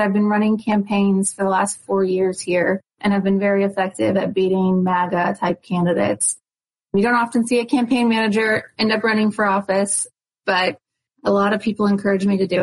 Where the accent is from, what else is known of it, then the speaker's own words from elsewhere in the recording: Naperville, Illinois, United States; moved away as an adult; also born or lived in Southern Indiana / Chicago / Texas; now in South Carolina, United States; I have lived in South Carolina for the last 6 years. I'm actually a Chicago girl at heart. I was born in Southern Indiana, but spent most of my childhood up until after graduating college in Naperville and lived downtown.